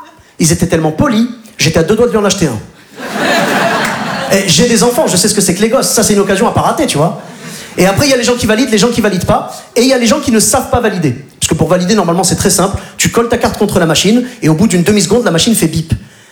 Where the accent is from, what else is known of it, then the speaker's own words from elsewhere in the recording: Clermont-Ferrand, Auvergne-Rhône-Alpes, France; also born or lived in Bordeaux; now in Paris, France; fait un an que je suis installé à Paris. Juste avant ça, j'ai passé 12 ans à Bordeaux, et sinon je suis originaire de Clermont-Ferrand.